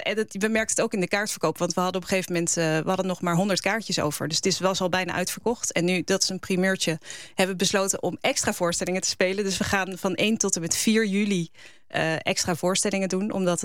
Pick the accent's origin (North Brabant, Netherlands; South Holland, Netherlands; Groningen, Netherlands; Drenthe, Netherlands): South Holland, Netherlands; The Hague; Ik kom zelf ook uit Moerwijk.